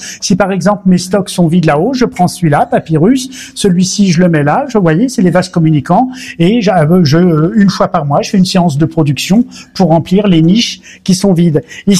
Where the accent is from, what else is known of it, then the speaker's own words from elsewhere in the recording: Toulon, Provence-Alpes-Côte d'Azur, France; now in Belgium; Et sinon, ben voilà, j'ai une enfance plutôt française. Je suis né à Toulon.